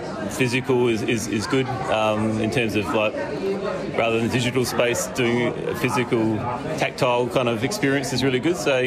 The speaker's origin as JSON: {"language": "English", "town": "Lightsview", "region": "South Australia", "country": "Australia", "said": "I'm from Lightsview, so I came down because I saw a post on Facebook"}